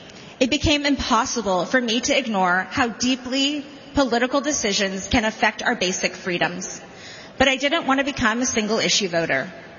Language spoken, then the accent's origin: English; Dallas, Texas, United States; And I didn't have to travel far to get here, as I grew up right here in Dallas.